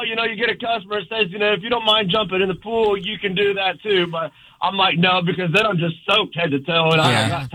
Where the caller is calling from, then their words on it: Palm Coast, Florida, United States; from Palm Coast.